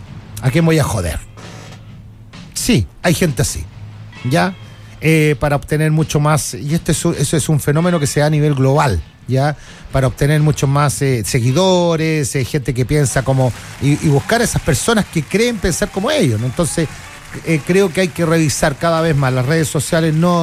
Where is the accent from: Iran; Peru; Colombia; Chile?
Chile; Yo lo digo como chileno, ¿no? Amante de mi patria.